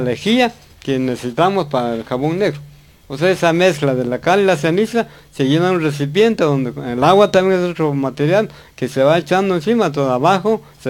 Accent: San Marcos, Guatemala; vengo de San Isidro Chamac, una aldea

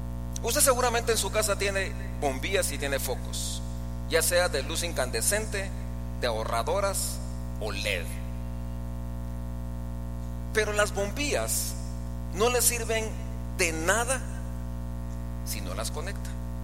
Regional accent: Guatemala; para los que somos guatemaltecos aquí y en cualquier parte de Europa, de Asia, de África o de Oceanía, somos guatemaltecos.

